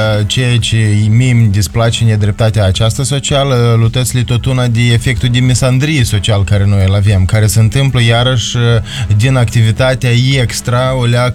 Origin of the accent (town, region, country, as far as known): Moldova